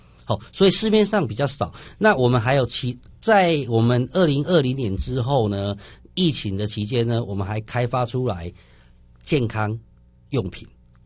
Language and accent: Chinese; Taiwan; 可是现在我们台湾人虽然去到那么冷的地方